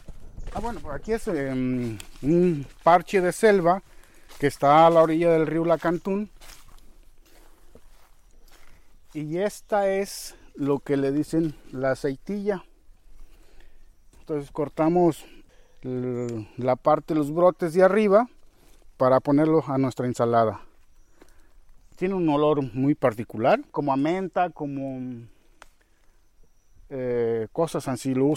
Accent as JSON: {"language": "Spanish", "region": "Guerrero", "country": "Mexico", "tie": "born or raised there", "said": "Entonces nos vinimos al estado de Guerrero y pues eso hace ya un ratillo, hace ya 40 y tantos años, 43 años precisos, y ya nos quedamos aquí. Está la fecha, ¿no? Yo básicamente aquí crecí."}